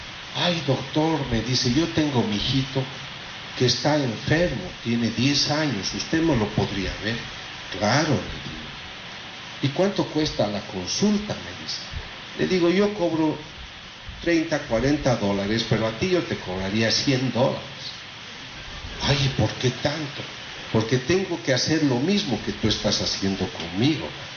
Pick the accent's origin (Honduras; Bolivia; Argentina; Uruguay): Bolivia; en mi país, pero yo no estoy mucho en mi país, en Bolivia